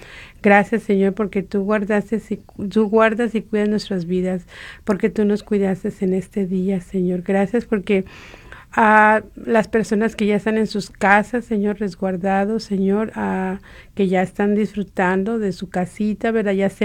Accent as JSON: {"language": "Spanish", "country": "Mexico", "said": "Es septiembre, el mes patrio para nosotros los que somos mexicanos."}